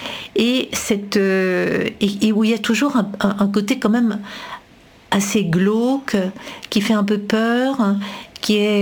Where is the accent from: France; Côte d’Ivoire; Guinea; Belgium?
Belgium; je suis belge